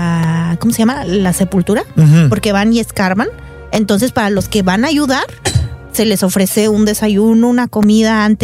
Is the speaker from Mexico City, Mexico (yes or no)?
no; Oaxaca, Mexico; Pues básicamente... digo, en mi pueblo.